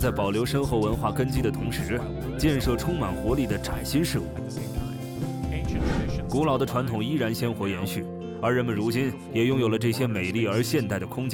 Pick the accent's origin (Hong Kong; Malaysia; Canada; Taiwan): Canada; moved away as an adult; now in China; 我是一名加拿大人，至今已经在中国生活了18年。